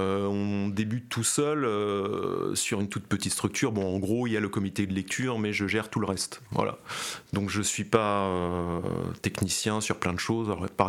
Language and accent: French; Normandy, France; born there; je suis né dans la Manche